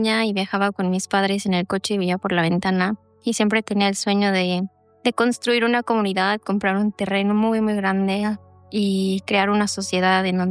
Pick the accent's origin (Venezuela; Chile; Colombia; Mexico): Mexico